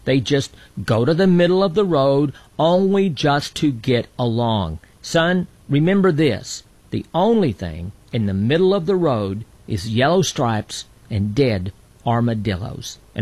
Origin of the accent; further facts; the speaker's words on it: Texas, United States; As a young boy growing up in Texas